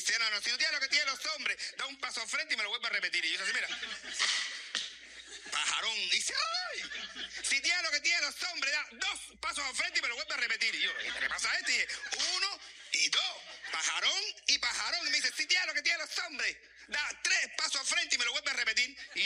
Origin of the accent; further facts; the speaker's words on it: Cuba; Además, de donde yo vengo, de mi pool, de mi patria, de mi Cuba, todo era más fácil